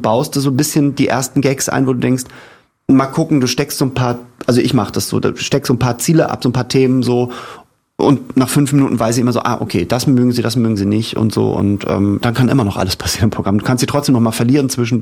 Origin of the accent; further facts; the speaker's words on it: Hamburg, Germany; Ich komme aus Hamburg